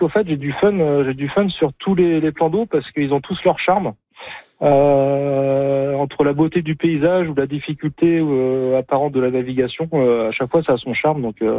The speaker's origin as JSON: {"language": "French", "country": "France", "moved": "yes", "lives_now": "Quebec, Canada", "said": "en tant que Français"}